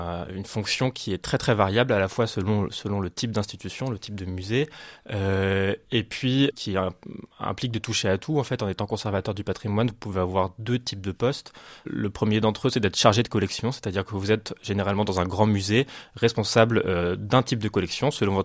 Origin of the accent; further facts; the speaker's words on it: Paris, Île-de-France, France; Moi, c'est vrai, je connaissais pas du tout ni le musée ni sa région. J'ai grandi à Paris